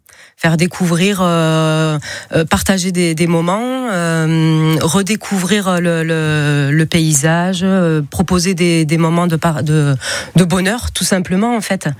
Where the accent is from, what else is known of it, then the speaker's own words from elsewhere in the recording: Piolenc, Provence-Alpes-Côte d'Azur, France; je suis de Piolenc